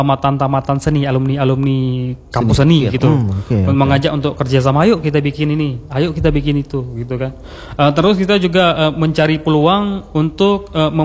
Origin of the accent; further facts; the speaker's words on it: Aceh, Indonesia; sebagai orang Aceh